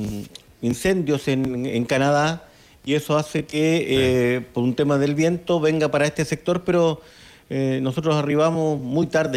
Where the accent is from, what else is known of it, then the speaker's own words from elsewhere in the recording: Chile; uno como chileno, hasta emocionante poder ser partícipe de un partido de esa laya